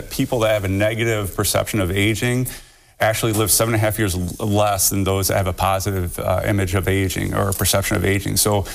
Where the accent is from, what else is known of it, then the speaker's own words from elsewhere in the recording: Haskins, Ohio, United States; Yeah. So when I grew up in a little town in Wood County called Haskins, and you know, my parents were obviously a big factor and role models